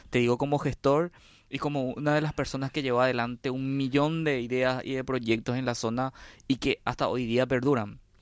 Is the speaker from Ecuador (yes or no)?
no; Paraguay